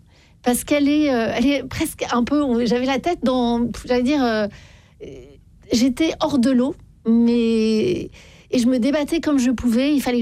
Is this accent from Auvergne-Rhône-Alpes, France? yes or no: no; Paris, Île-de-France, France; moi je suis parisienne, on râle beaucoup, les gens sont pas sympas parfois dans le métro